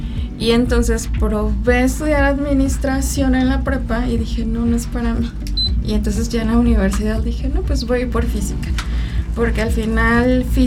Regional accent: Veracruz, Mexico; moved away as an adult; also born or lived in Querétaro; now in San Luis Potosí, Mexico; Yo soy de Veracruz, entonces estudié en Jalapa

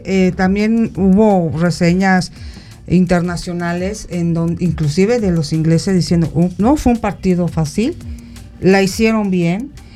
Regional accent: Mexico; nos tiene que dar este partido como mexicanos

